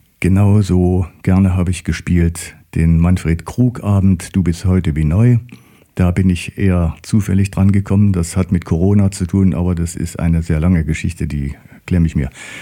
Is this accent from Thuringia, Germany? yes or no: yes; Erfurt, Thuringia, Germany; Okay, also einen großen Teil meiner Kindheit und meiner Jugend habe ich in Erfurt verlebt.